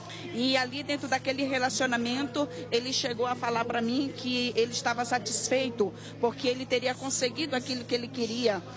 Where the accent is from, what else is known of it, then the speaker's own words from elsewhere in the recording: North Region, Brazil; Eu vim do norte do Brasil, da divisa do Pará com o Amazonas, e dentro deste grande jornada que eu tenho passado.